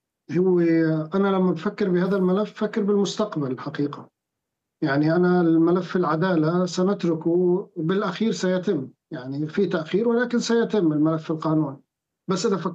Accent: Syria; نحن كشعب سوري

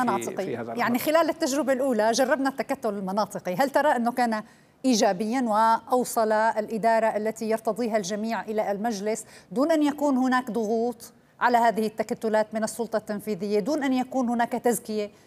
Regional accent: Syria; لأن أنا اليوم كسورية عندما أرى مجلس شعب بدون أحزاب

